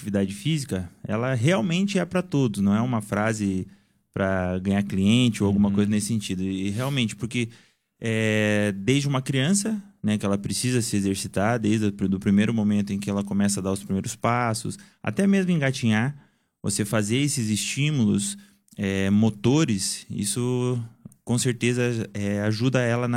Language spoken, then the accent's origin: Portuguese; Telêmaco Borba, Paraná, Brazil; sou natural aqui de Telemaco Borba. … né, diretor ali do Colégio Positivo, filho da Cíntia … que foi prefeito aqui em Telemaco Borba.